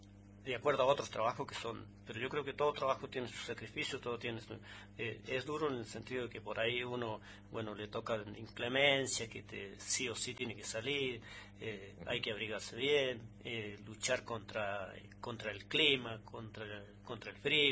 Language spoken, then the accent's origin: Spanish; Malargüe, Mendoza, Argentina; soy bien argentino. Criancero de profesión de los campos malargüinos.